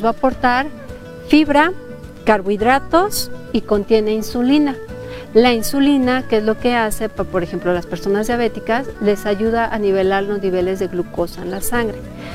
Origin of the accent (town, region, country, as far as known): Mexico